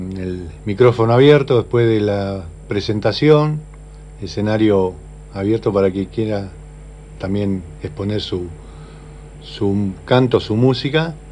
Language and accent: Spanish; Caleufú, Argentina; born there; Yo vengo del campo. Nací en Caleufu, lo he dicho muchas veces, con mucha honra.